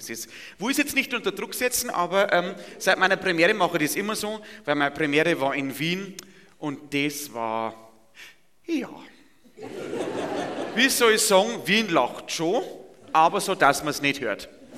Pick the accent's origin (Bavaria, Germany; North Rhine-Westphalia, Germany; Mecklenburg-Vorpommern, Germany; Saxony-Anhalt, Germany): Bavaria, Germany; ich komme vom Bauernhof, aus der Nähe von Passau, aus dem Bayerischen Wald und da wohne ich in einem Mehrgenerationenhaus.